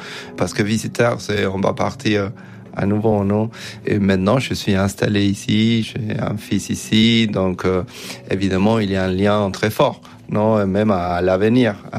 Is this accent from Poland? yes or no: no; Argentina; French is a second language; moved away as an adult; now in France; quand je suis en Argentine maintenant, je me sens aussi un peu étrangère.